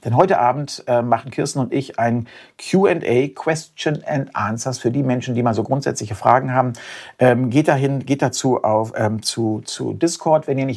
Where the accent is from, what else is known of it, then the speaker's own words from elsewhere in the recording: Germany; Denn wir sind Deutsche